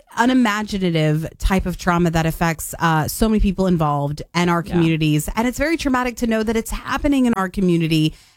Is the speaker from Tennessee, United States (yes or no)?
yes; Tennessee, United States; I'm from Tennessee, born and raised